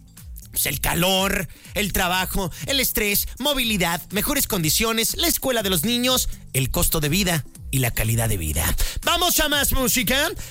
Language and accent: Spanish; Querétaro, Mexico; moved away as an adult; now in Aguascalientes, Mexico; Yo soy de Querétaro, llegué a Aguascalientes tenía 20 años. Tengo ahora 36